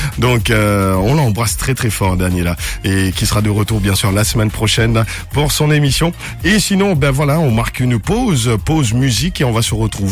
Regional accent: Port Louis, Mauritius; comme chez nous à Port-Louis.

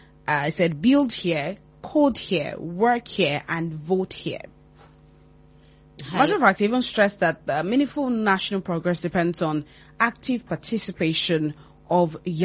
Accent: Nigeria

